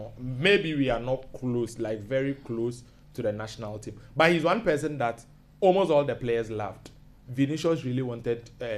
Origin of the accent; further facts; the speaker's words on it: Ghana